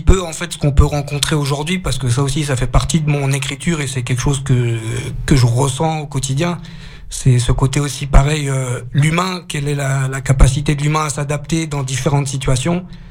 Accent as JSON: {"language": "French", "area": "Osny", "region": "Île-de-France", "country": "France", "said": "Moi, je viens d'Ony, je suis pas loin, je suis dans le 95, donc je suis vraiment juste à côté."}